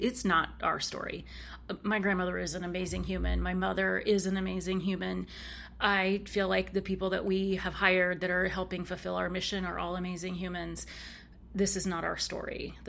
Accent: Oregon, United States; born or raised there

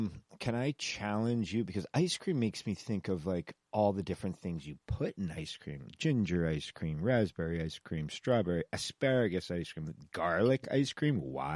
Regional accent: Pennsylvania, United States; born there; moved away; I was born in Pennsylvania

